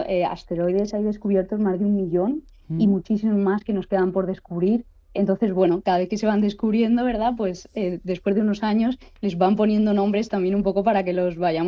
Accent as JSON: {"language": "Spanish", "town": "Madrid", "region": "Community of Madrid", "country": "Spain", "said": "Yo miraba siempre, iba al planetario, yo soy de Madrid, por ejemplo, iba siempre al planetario"}